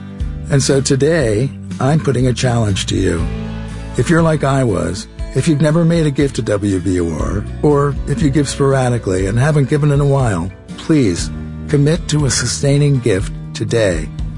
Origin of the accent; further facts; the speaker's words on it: Newton, Massachusetts, United States; from Newton.